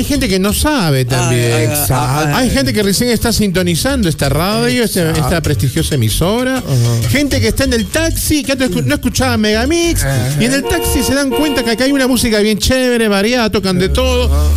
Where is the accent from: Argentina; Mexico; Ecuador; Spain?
Argentina; now in Peru; Como argentino, me sirve 1000 soles para irme con mis amigos a una parrilla.